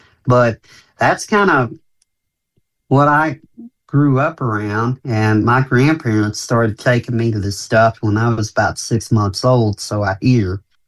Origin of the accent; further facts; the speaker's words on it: Henryville, Indiana, United States; now in Charlestown, United States; Yeah, I grew up in Henryville and I live in Charlestown.